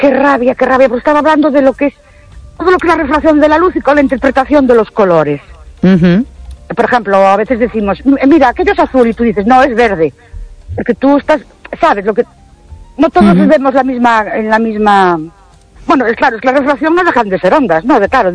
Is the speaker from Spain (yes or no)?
yes; Ourense, Galicia, Spain; Buenas noches … de Urense.